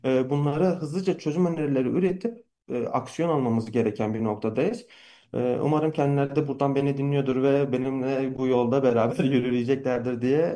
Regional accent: Kurtalan, Siirt Province, Turkey; moved away; also born or lived in Gaziantep; Siirt'in Kurtalan ilçesinde büyüdüm. Ben babam saat tamircisi, biz Gaziantepliyiz normalde. Orası da bizim ikinci memleketimiz oldu.

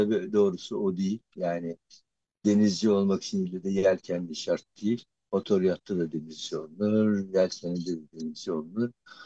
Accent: Eskişehir, Turkey; Peki madem sudan söz ediyoruz, gel Eskişehir'i konuşalım. Ben Eskişehir doğumluyum.

